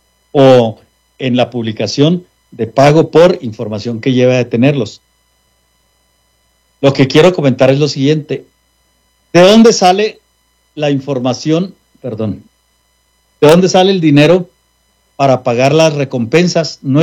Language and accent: Spanish; Mexico; now in United States; los que somos mexicanos